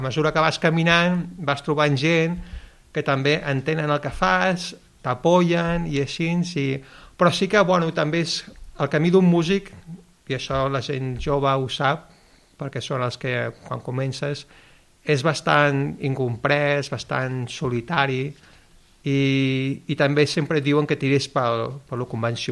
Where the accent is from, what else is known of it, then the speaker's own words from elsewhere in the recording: Mataró, Catalonia, Spain; born there; moved away as an adult; also born or lived in London; jo vaig néixer a Mataró, que a Mataró tampoc és que hi hagi molta... Si et vols dedicar a composar, pues allà no hi ha indústria musical.